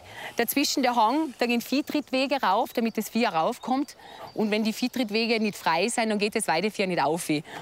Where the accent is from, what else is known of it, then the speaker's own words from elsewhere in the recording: Tyrol, Austria; für mich als Tirolerin, ich kann mir Tirol nicht ohne Almen vorstellen.